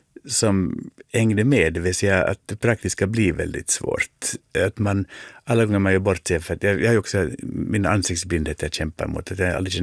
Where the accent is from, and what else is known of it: Finland